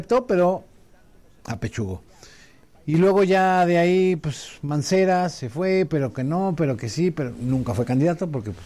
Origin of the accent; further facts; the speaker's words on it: Tabasco, Mexico; born there; cuando yo nací en Tabasco y todo el rollo